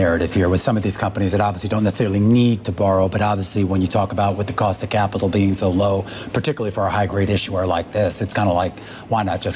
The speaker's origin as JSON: {"language": "English", "region": "New York", "country": "United States", "said": "Yeah, I mean, technically, I'm the only technically New Yorker here."}